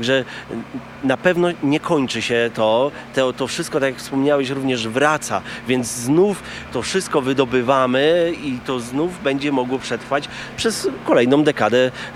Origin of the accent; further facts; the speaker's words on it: Zduńska Wola, Łódź Voivodeship, Poland; Ja, jeżeli mogę powiedzieć, to jestem ze Zduńskiej Woli, ale to jest w sumie niedaleko.